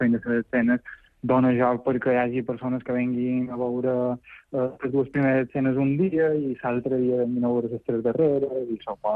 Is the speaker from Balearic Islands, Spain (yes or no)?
yes; Balearic Islands, Spain; jo som del Cudi